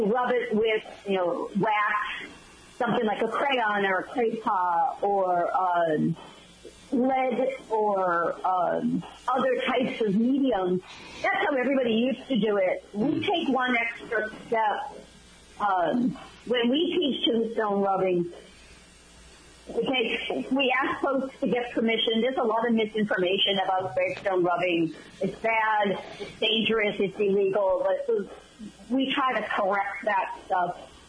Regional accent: Massachusetts, United States; So I will say I basically grew up in the cemetery. I grew up in Central Massachusetts. Mm-hmm. I am of a certain age

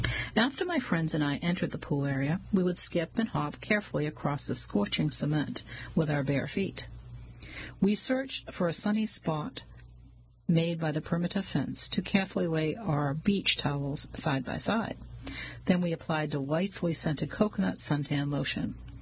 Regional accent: Howard, Kansas, United States; born or raised there

